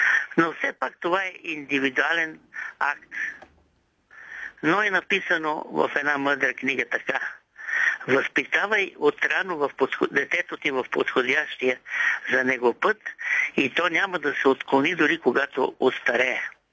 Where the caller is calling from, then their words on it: Vratsa, Vratsa Province, Bulgaria; от Враца.